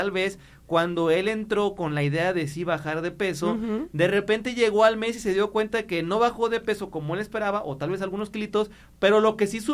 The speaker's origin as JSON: {"language": "Spanish", "country": "Mexico"}